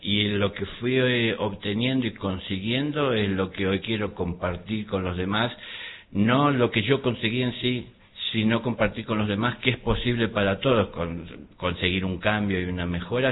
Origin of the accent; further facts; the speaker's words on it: Buenos Aires, Argentina; born there; moved away as an adult; also born or lived in Córdoba; yo nací en Buenos Aires, en Capital Federal, sí.